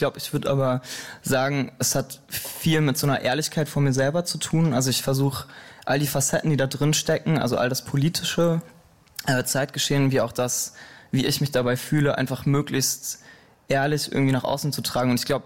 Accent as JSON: {"language": "German", "town": "Soest", "region": "North Rhine-Westphalia", "country": "Germany", "also_born_or_lived": "Lemgo / Ludwigsburg", "moved": "as an adult", "lives_now": "Berlin, Germany", "said": "Ich komme eigentlich aus Soest, habe dann viel Zeit in Lemgo verbracht, habe da studiert und dann in Ludwigsburg zuletzt an der Filmakademie und bin vor dreieinhalb nach Berlin."}